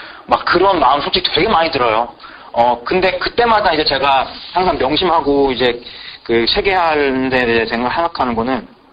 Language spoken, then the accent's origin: Korean; Seoul, South Korea; now in United States; 저의 고향, 그러니까 그들의 고향과 저의 고향은 이제 서울이에요.